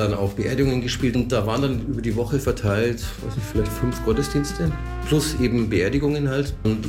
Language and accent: German; Wunsiedel, Bavaria, Germany; born there; Ich bin im Jean-Paul-Geburtshaus auch geboren, also wirklich ein Stock über dem Jean-Paul. Wir waren ein kompletter Musikerhaushalt.